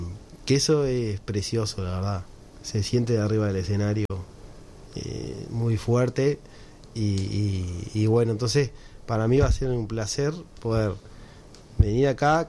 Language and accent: Spanish; Canelones, Uruguay; born or raised there